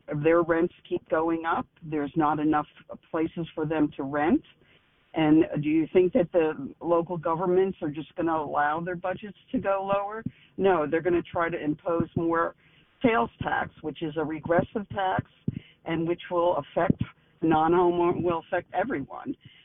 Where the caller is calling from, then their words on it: Orlando, Florida, United States; from Orlando. I'm a homeowner, but I am totally against this amendment.